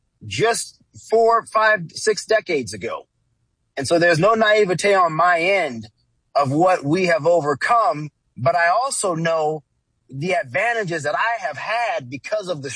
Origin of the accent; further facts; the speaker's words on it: Southern United States, United States; You know, I grew up in the South.